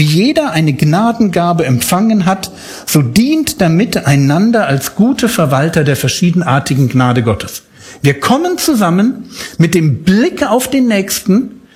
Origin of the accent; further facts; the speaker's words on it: Berlin, Germany; bin ja aus Berlin und in Berlin haben wir vielleicht mehr Leute